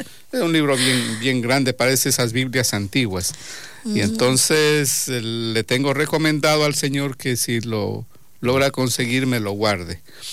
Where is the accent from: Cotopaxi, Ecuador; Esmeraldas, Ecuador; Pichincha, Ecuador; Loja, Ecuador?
Loja, Ecuador; lo que es la identidad de lojano, nuestro dialecto, que es especial.